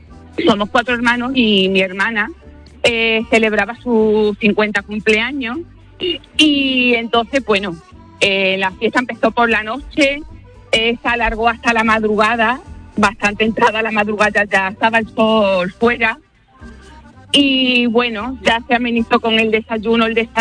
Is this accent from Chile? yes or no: no; Almendralejo, Extremadura, Spain; yo soy de Almendralejo y sé que había gente de Almendralejo en Nueva York viendo España